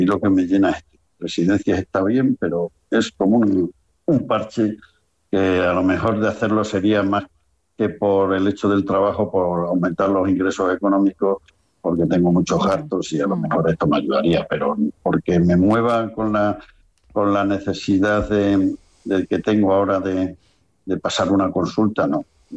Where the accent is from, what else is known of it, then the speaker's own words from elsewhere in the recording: Extremadura, Spain; moved away; Yo me siento extremeño, pero también miguelete, porque... Claro. 34 años tienen que dejarte algo, y más viviendo aquí en este sentido, ¿entiendes?